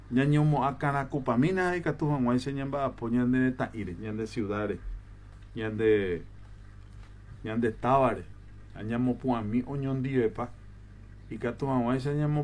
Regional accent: Paraguay; Yo que soy paraguayo

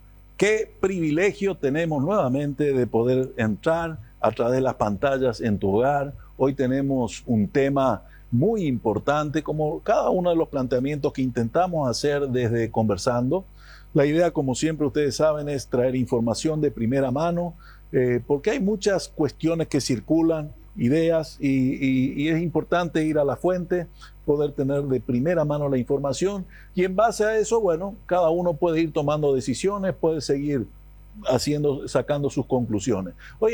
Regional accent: Paraguay

